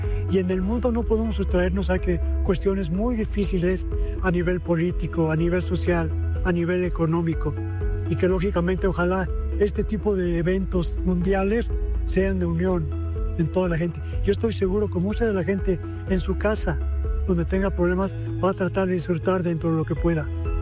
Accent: Mexico; yo quiero ser de los que tiene fe como ser humano y como mexicano principalmente

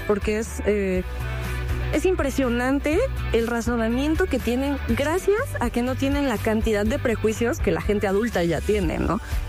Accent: Mexico City, Mexico; quienes crecimos, sobre todo en la Ciudad de México y área metropolitana

